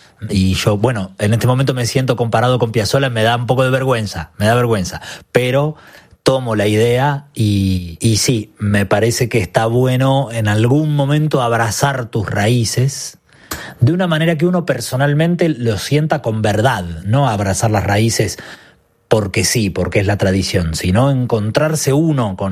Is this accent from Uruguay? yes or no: no; Argentina; bueno, yo vengo de acá, yo soy argentino, yo estoy viviendo en Buenos Aires hace 15 años